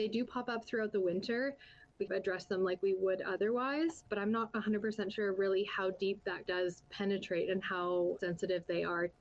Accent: Kamloops, British Columbia, Canada; I'm from Kamloops, and I'm just here for the week

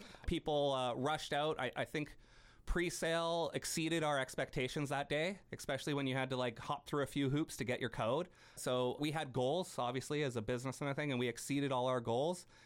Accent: Prince George, British Columbia, Canada; growing up in Prince George, when I was under 19

